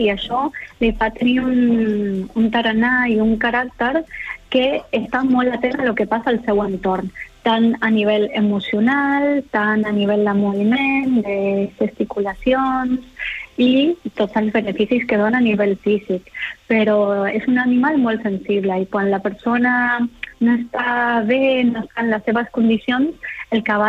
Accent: Argentina; Catalan is a second language; Diuen, i tu d'on ets? I jo, bueno, soc argentina.

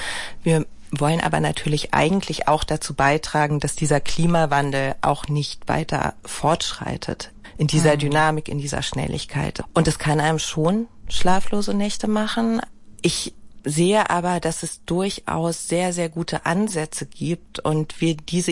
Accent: Berlin, Germany; Also als Berlinerin kommt man ja eh nicht dran vorbei.

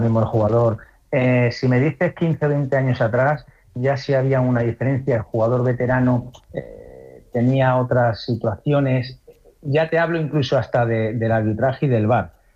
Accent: Zaragoza, Aragon, Spain; Yo soy maño, me considero maño, bautizado y pasado por el manto del Pilar

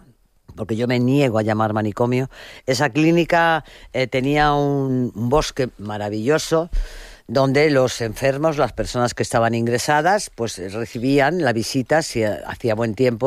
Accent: Madrid, Community of Madrid, Spain; Madrid es la ciudad donde yo crecí. Luego ya me fui cuando decidí

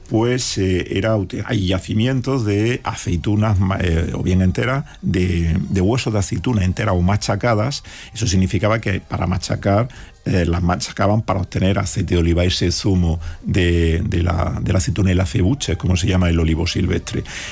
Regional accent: Jaén, Andalusia, Spain; donde yo había crecido, nacido y crecido en una tierra con bosques kilométricos de olivares que necesitamos prismáticos para intentar divisarlo en el horizonte

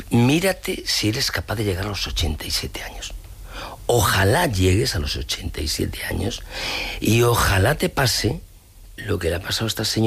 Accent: Ourense, Galicia, Spain; Yo soy orense, orensano.

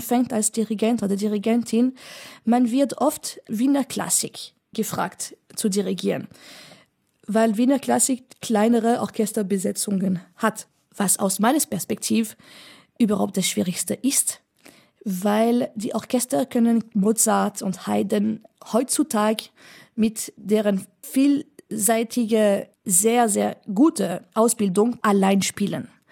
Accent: France; accent: French; German is a second language; moved away as an adult; also born or lived in Austria; Natürlich als Französin habe ich eine Affinität mit der Musik durch meine Kultur, durch die französische Sprache. Sie hören diesen furchtbaren Akzent, den ich nicht wegkriegen kann.

